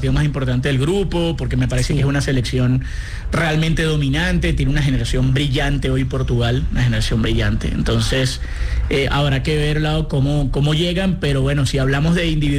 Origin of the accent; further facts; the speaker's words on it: Venezuela; born there; yo soy venezolano, yo nací detrás de un estadio de fútbol